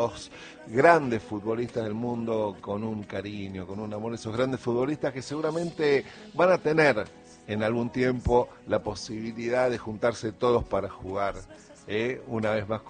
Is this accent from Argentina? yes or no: yes; Argentina; porque así somos los argentinos.